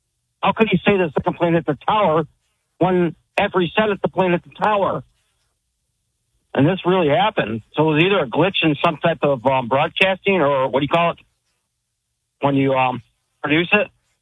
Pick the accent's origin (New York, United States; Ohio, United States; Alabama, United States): New York, United States; now in Maui, United States; calling from Maui. I was born in New York and grew up there, and I remember 9/11.